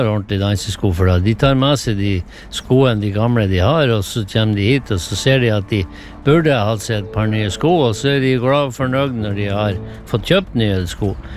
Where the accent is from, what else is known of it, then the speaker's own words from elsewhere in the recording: Ørnes, Nordland, Norway; Ja, kommer vi fra Ørnes i Meløy, alt med Saltstrømmen.